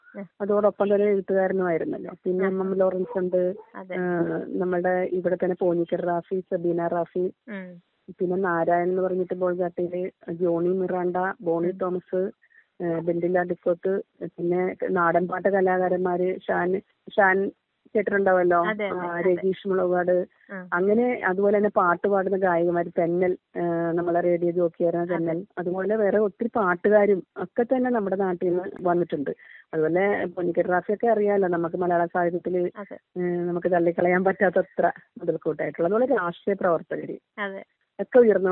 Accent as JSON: {"language": "Malayalam", "town": "Karunagappally", "region": "Kerala", "country": "India", "tie": "born or raised there", "moved": "as an adult", "lives_now": "Mulavukad, India", "said": "എന്റെ നാട് ശരിക്കും കരുനാഗപ്പള്ളിയാണ്."}